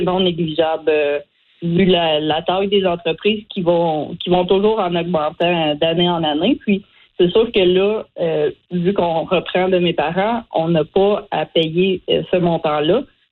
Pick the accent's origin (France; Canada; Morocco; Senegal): Canada; Quebec; Dans le fond, j'ai grandi au Québec, mais je suis allée faire deux étés pour apprendre l'anglais en Atlantique.